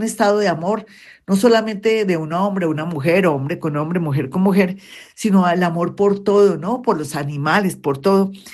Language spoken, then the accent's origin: Spanish; Colombia